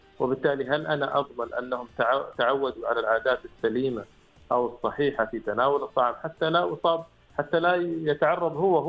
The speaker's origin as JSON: {"language": "Arabic", "country": "Oman", "said": "نحن اليوم عندنا في سلطنة عمان"}